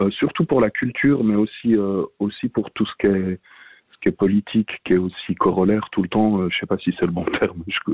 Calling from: Biel/Bienne, Bern, Switzerland; Alors, j'habite à Bienne

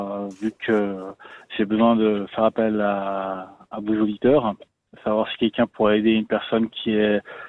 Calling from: Geneva, Switzerland; de Genève.

